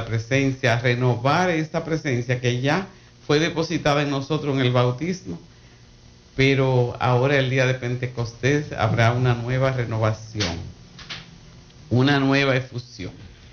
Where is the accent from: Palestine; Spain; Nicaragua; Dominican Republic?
Dominican Republic; Le envío un abrazo desde Santiago de los Caballeros, la ciudad más linda de nuestro país